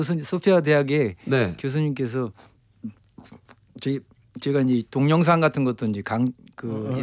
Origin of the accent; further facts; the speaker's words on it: Hamyang, South Gyeongsang, South Korea; 그 함양의 사투리가 이제 그 아이가 뭐 이런 제 고향이 함양인데.